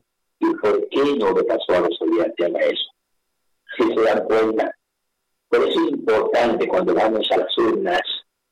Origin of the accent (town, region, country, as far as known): Ecuador